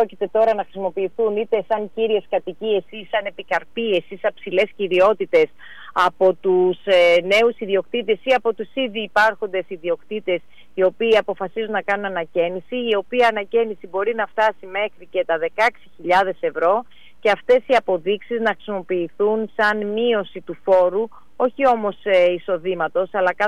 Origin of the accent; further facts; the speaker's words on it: Greece; εμείς σαν Έλληνες και φορολογούμενοι